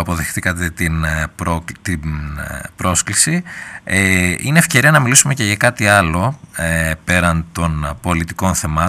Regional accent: Greece

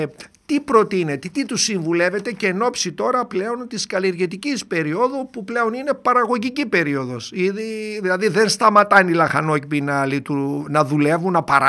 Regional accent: Doirani, Central Macedonia, Greece; moved away; στο χωριό μου στη Δοϊράνη στο Κυλκής

